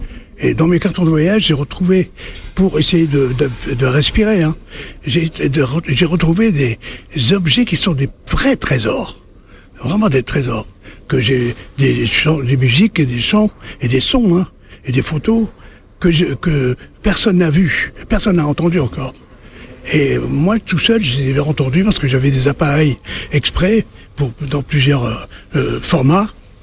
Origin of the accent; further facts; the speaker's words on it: Algiers, Algiers Province, Algeria; Je suis né à Alger, dans la banlieue, pas loin de Belcourt, en 1948.